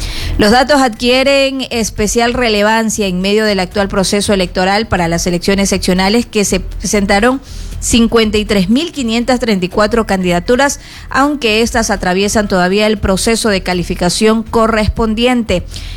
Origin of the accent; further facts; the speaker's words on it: Ecuador; como ciudadanos, como ecuatorianos